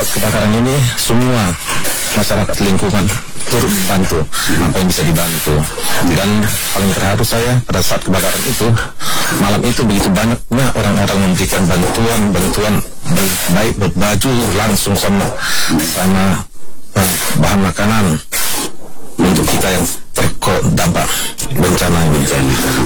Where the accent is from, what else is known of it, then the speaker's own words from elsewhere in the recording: Aceh, Indonesia; also born or lived in Medan; Karena selain saya lahir di Medan, di Tapanuli, tapi saya besar di Aceh ini, khususnya di Kota Semarang.